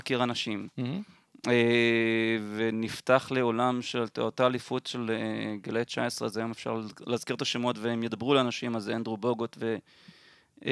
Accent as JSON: {"language": "Hebrew", "town": "Holon", "region": "Tel Aviv District", "country": "Israel", "tie": "born there", "also_born_or_lived": "Ra'anana", "said": "אני בן 40, גדלתי בחולון, אחר כך רעננה, תל אביב."}